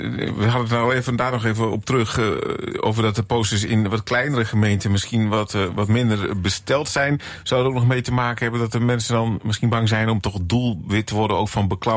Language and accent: Dutch; Almelo, Overijssel, Netherlands; Ik kom zelf uit Almelo, daar is al nou, volgens mij ruim 25 jaar een vrij groot asielzoekerscentrum.